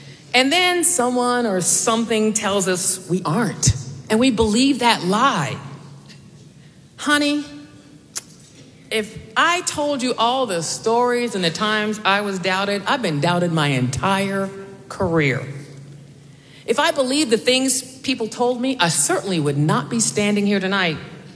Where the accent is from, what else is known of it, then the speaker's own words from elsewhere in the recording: Salisbury, North Carolina, United States; my hometown of Salisbury, North Carolina.